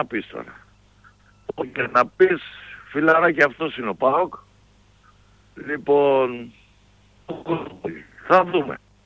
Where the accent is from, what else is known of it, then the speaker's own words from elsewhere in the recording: Kalamata, Peloponnese, Greece; born there; Ενεργός πολύ και αρχηγός στον τόπο μου.